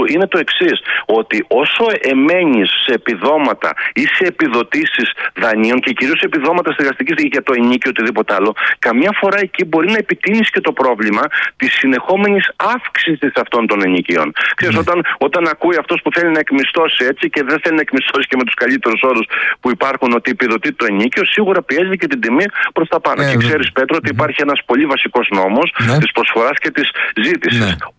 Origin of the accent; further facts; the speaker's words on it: Greece; Να πω κάτι, επειδή είχαμε και μια κουλτούρα σαν Έλληνες να αποκτήσουμε ακίνητο, μην πάμε τώρα να τιμωρήσουμε τις προηγούμενες γενιές από εμάς, τους γονείς μας